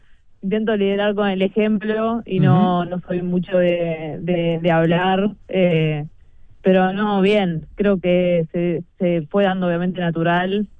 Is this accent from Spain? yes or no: no; Uruguay; moved away; also born or lived in Netherlands / Belgium; Sí, no, hoy ya volví a Uruguay este año. Estoy jugando en Biwa, pero sí, fue muchos años afuera.